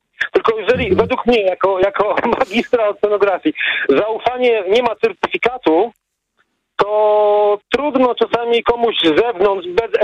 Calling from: Gdańsk, Pomeranian Voivodeship, Poland; ja mieszkam w Gdańsku na takich zachodniej dzielnicy, blisko miasta, które się nazywa Żukowo.

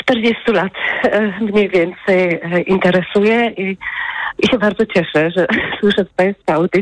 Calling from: Berlin, Germany; Ja mieszkam w Berlinie, ale obecnie jestem na urlopie w Słowenii. I dzwonię z komórki

